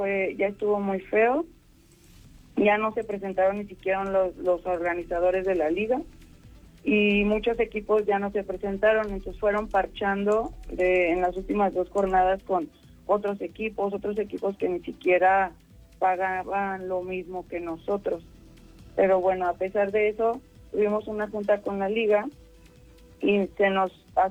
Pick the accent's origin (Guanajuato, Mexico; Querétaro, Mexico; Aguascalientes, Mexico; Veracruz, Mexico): Guanajuato, Mexico; León; aquí nosotros somos de aquí de León